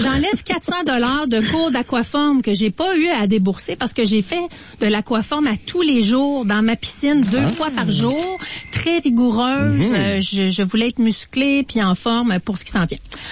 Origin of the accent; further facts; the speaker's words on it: Laval, Quebec, Canada; born there; J'étais la seule de mes grands-parents quand j'étais jeune, puis à Fabreville.